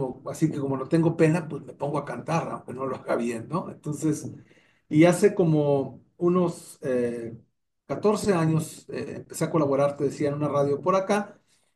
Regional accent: Reynosa, Tamaulipas, Mexico; Yo soy originario de muy al norte de México, una ciudad que se llama Reynosa, en el estado

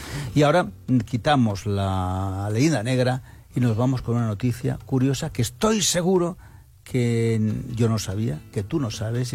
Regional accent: Spain; Porque somos así los españoles. ¡Olé, mi niño!

